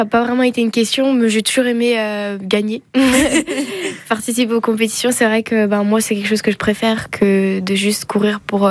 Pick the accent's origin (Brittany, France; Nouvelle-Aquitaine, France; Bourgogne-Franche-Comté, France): Bourgogne-Franche-Comté, France; Je viens de Doran, le petit village dans le territoire de Belfort, et j'ai 19 ans, bientôt 20